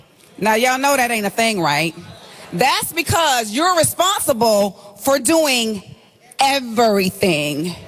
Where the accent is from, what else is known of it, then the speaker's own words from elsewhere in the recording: South Carolina, United States; So I'm from South Carolina, not to be confused with North Carolina, right? We say, ain't it? Nan, over there, you know, deep dirt roads, no underpinning. That's where I'm from.